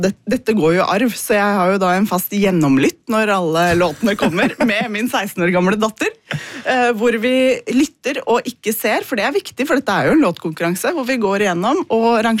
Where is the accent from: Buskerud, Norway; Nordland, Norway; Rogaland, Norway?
Buskerud, Norway; Steinberg; Jeg kom fra Steinberg, bodde der. Da på 80-tallet